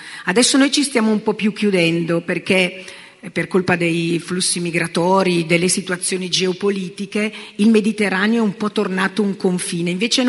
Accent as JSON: {"language": "Italian", "region": "northern Italy", "country": "Italy", "said": "Sono del Nord, ma ho una casa in Sicilia"}